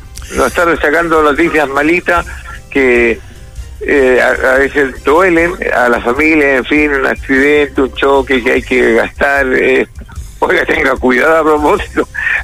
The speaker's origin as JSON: {"language": "Spanish", "country": "Chile", "said": "somos así los chilenos"}